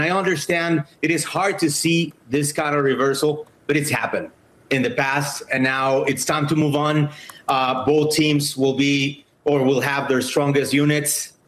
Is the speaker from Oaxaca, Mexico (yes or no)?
no; Mexico City, Mexico; now in Los Angeles, United States; I was born and raised in Mexico City, living in L.A. now